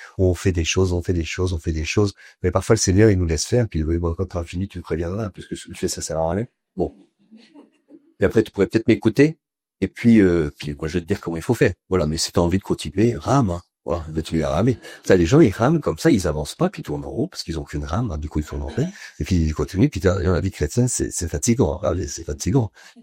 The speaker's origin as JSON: {"language": "French", "country": "France", "said": "parce qu'on est français"}